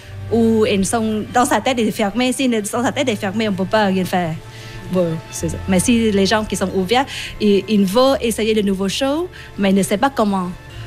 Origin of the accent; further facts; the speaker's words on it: Vietnam; French is a second language; Je viens de Vietnam.